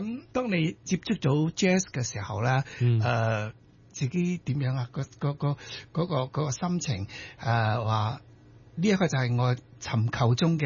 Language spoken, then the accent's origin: Cantonese; Chaozhou, Guangdong, China; 我是潮州人。我係潮州人。